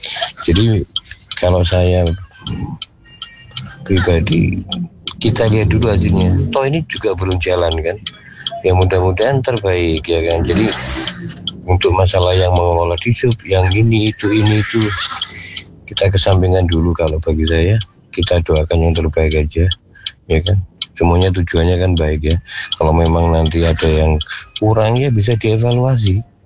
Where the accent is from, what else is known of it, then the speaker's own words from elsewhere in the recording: Malang, East Java, Indonesia; Ya, ini mungkin inspirasi saya sebagai selaku warga Malang, sangat mendukung.